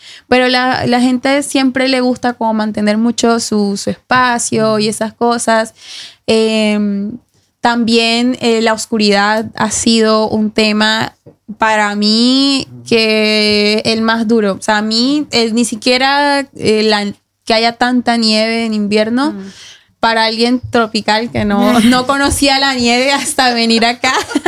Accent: Barranquilla, Atlántico, Colombia; moved away as an adult; now in Norway; yo vengo de Barranquilla, la tierra de … saben, y de Sofía Vergara.

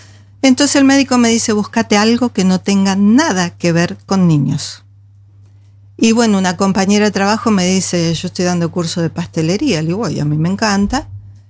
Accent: Buenos Aires Province, Argentina; now in Norway; vengo de la provincia de Buenos Aires, o sea que soy pampeana

